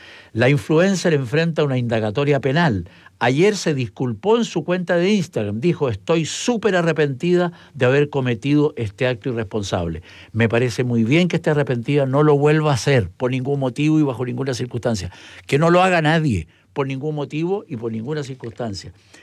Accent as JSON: {"language": "Spanish", "country": "Chile", "said": "el 20.2% somos chilenos."}